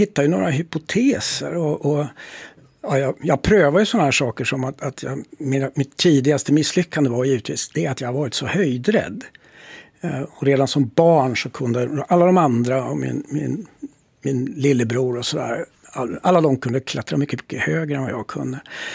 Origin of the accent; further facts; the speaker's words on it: Norrbotten County, Sweden; Så att det utifrån de människor som där jag kommer ifrån